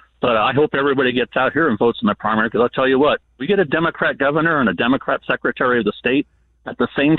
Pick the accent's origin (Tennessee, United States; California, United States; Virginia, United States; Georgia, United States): California, United States; Los Angeles County; moved away as an adult; born and raised in California, L.A. County to be exact, left there in 91 because I could read the graffiti on the wall.